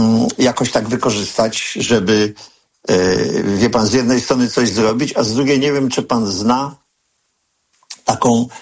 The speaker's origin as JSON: {"language": "Polish", "town": "Sosnowiec", "region": "Silesian Voivodeship", "country": "Poland", "tie": "born or raised there", "said": "Ja się urodziłem, wychowywałem w takiej górniczej dzielnicy Sosnowca-Niwce. Były dwie kopalnie."}